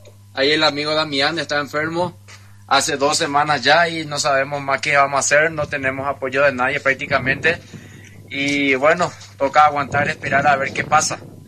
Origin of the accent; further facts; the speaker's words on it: Paraguay; Estamos tres compañeros acá, somos paraguayos, estamos viniendo de Chile, queremos irnos a Paraguay.